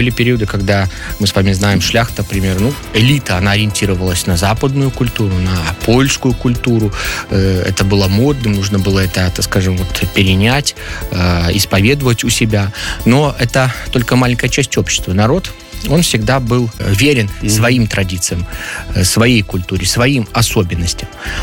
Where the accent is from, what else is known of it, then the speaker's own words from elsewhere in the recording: Belarus; одна из основных таких причин, почему мы сегодня белорусы, имеем свою собственную страну, живем по своим собственным законам и движемся по своему собственному белорусскому пути развития